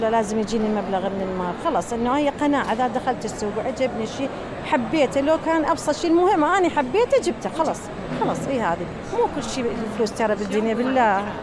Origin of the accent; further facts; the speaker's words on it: Baghdad, Baghdad Governorate, Iraq; خاصة أنا من بغداد